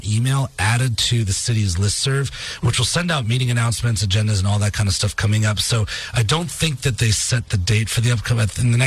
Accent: Massachusetts, United States; So I grew up in Northeast Massachusetts and grew up going to Maine

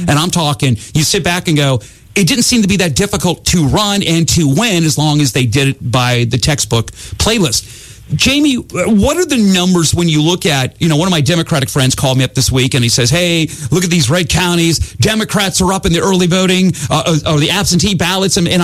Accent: Scotland, United Kingdom; he thinks like me, I'm Scottish.

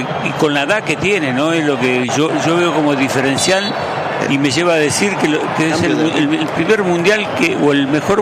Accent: Argentina

